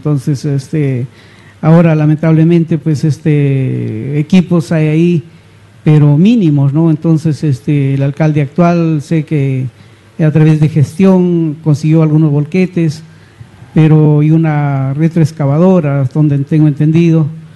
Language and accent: Spanish; Otuzco, La Libertad, Peru; yo soy de Otuzco.